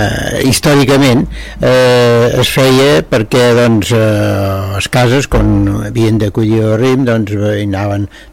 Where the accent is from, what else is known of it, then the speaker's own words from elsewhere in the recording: Castellgalí, Catalonia, Spain; born there; also born or lived in Garriguella; jo som nascut a Castellgalí.